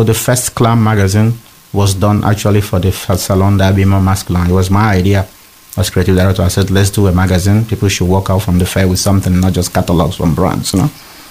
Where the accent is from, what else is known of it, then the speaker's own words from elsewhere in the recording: southern Nigeria, Nigeria; moved away as an adult; also born or lived in Bauchi, Nigeria; now in Paris, France; what is happening now happened in 1966, 67 when I was born. So it's just repeating itself in a different way. So when we came back to the south where my parents are from, and then I I started schooling there.